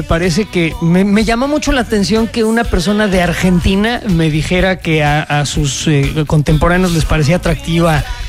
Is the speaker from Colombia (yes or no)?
no; Mexico